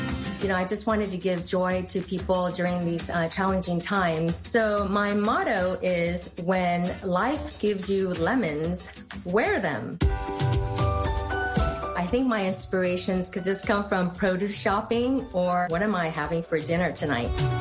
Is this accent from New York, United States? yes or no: no; California, United States; I'm from California, so my favorite season is award season.